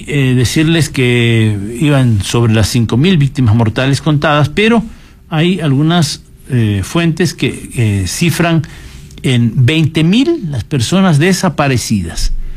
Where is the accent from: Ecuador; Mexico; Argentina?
Ecuador